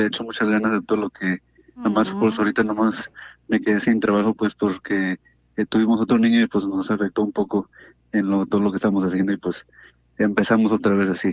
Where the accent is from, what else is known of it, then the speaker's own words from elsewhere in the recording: Jalisco, Mexico; now in Santa Ana, United States; Yo soy de aquí, de Santana, pero yo soy originario de Jalisco.